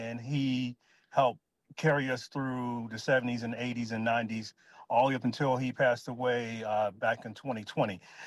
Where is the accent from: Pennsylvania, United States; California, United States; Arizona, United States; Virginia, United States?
Pennsylvania, United States; Pittsburgh; And so growing up in Pittsburgh, went to what is known as Woodland Hills High School up there